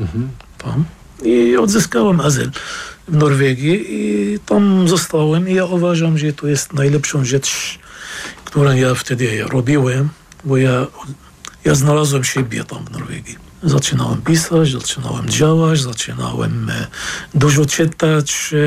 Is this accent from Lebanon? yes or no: yes; Lebanon; Polish is a second language; now in Norway; W 1991 roku ja chciałem już wrócić do Libanu, do naszego obozu